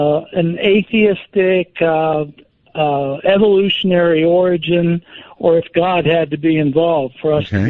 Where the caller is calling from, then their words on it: Indianapolis, Indiana, United States; I'm from Indianapolis, and I wanted to ask some kind of challenging questions for Seth.